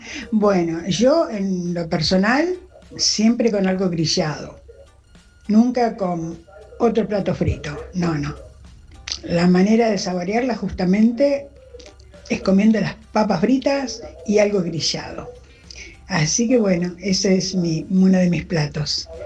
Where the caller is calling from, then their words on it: Quilmes, Buenos Aires Province, Argentina; de Quilmes.